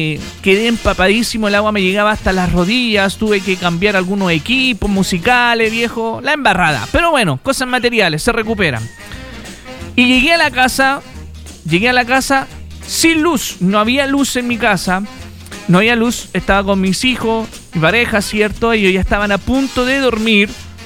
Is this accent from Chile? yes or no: yes; Chile; lo porfiado que somos los chilenos